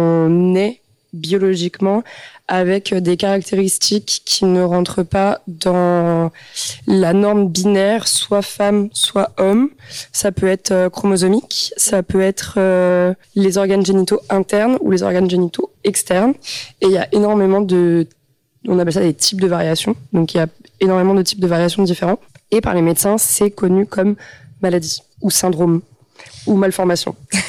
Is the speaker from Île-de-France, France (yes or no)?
yes; Île-de-France, France; also born or lived in Strasbourg; now in Montpellier, France; Non, je viens de Paris à la base.